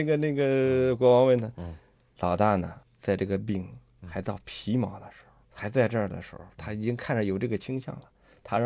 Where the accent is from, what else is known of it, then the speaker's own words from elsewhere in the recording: Xingtai, Hebei, China; 就是在我们老家那儿，就是在 邢台 那个内丘那儿有一个叫扁鹊祠。